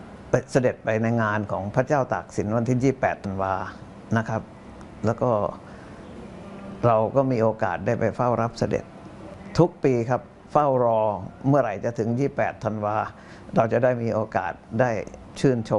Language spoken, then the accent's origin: Thai; Bangkok, Thailand; also born or lived in Yala; ผมเกิดที่จังหวัดยะลาขวบกว่าผมก็ย้ายมาอยู่กรุงเทพแล้วพอประมาณสัก3ขวบเนี่ยบ้านอยู่ตรงวงเวียนใหญ่